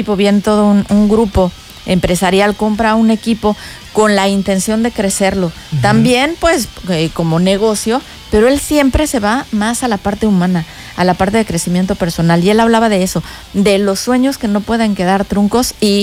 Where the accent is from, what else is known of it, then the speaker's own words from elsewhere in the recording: Mexico; lo digo como mexicana